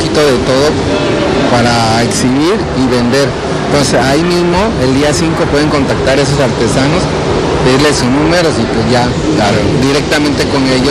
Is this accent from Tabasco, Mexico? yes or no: yes; Emiliano Zapata, Tabasco, Mexico; soy de Emiliano Zapata